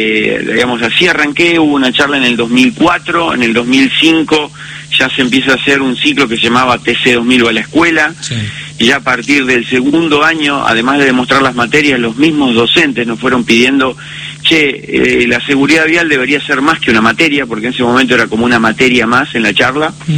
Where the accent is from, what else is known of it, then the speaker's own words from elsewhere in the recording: La Pampa, Argentina; quiero hacer más charlas en La Pampa, que es mi provincia